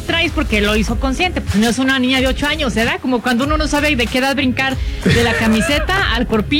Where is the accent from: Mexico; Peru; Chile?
Mexico; moved away; Pero en México, por oye, de donde yo vengo, ajá, culturalmente